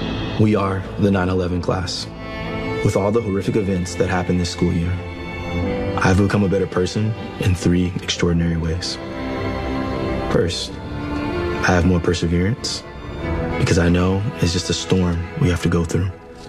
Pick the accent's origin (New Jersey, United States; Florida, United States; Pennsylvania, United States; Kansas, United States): Florida, United States; Sarasota; I'm from Sarasota, Florida. I'm an Army veteran.